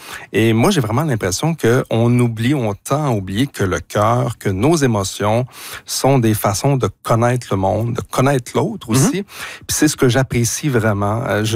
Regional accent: Quebec City, Quebec, Canada; moved away; Bonjour à toute la région de Québec, vraiment. C'est ma ville natale

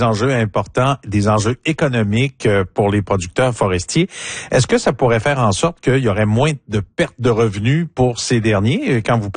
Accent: Quebec, Canada; chez nous au Bas-Saint-Laurent

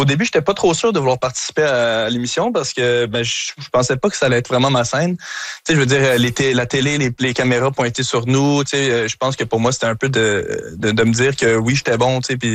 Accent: Montreal, Quebec, Canada; Ben je pense que vous le savez, je suis Montréalais dans l'âme

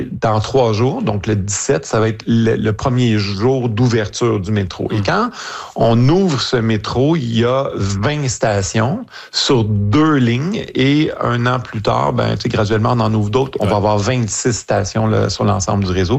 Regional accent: Montreal, Quebec, Canada; chez nous à Montréal, c'est le maire Sarto-Fournier qui est le maire de Montréal.

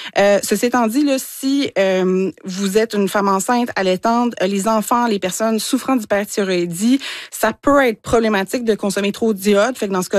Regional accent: Quebec, Canada; Tu sais, moi, je suis gaspésienne, fait que là, j'ai un gros biais par rapport rapport aux algues.

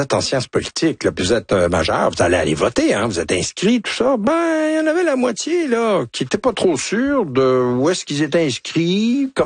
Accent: Canada; Ah ben, oui, parce que regardez là ce qui se passe.

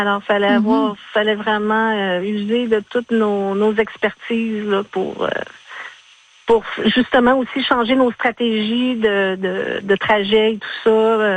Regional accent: Tadoussac, Quebec, Canada; Ben nous, on est tous des Tadoussaciens, on se connaît depuis longtemps

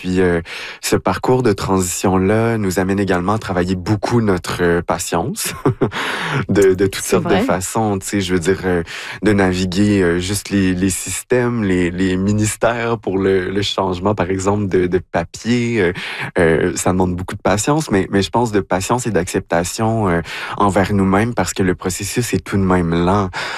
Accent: Quebec, Canada; moved away

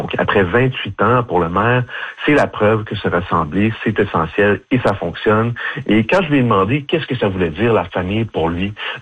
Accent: Havre-Saint-Pierre, Quebec, Canada; moved away; moi, j'ai grandi en partout à Saint-Pierre. Je suis allé à l'école là-bas

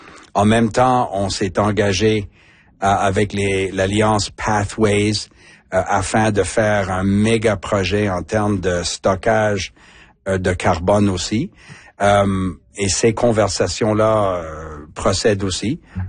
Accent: New Brunswick, Canada; moi, je viens des provinces de l'Atlantique, de l'Acadie, au Nouveau-Brunswick.

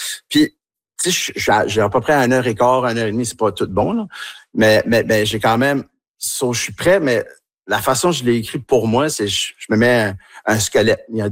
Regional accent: Tracadie, New Brunswick, Canada; accent: Tracadie

